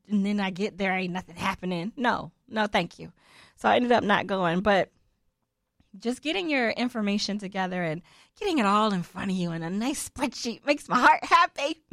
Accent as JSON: {"language": "English", "region": "Florida", "country": "United States", "moved": "yes", "said": "I'm from Florida."}